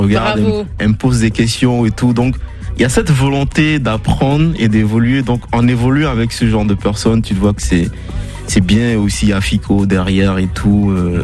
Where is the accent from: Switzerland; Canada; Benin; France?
Benin; Je suis originaire du Bénin, je fais de l'Afro Future Vibes.